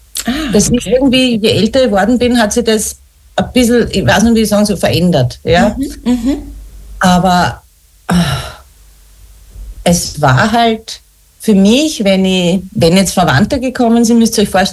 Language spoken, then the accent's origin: German; Vienna, Austria; now in St. Pölten, Austria; geboren bin ich 1980. Also das war natürlich noch eine andere Zeit. Und aufgewachsen bin ich, wie gesagt, in Wien.